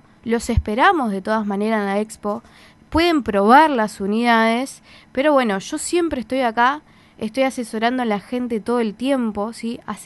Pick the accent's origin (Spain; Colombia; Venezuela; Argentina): Argentina; Santa Fe; Vos sabés que nosotros somos de acá, de Santa Fe.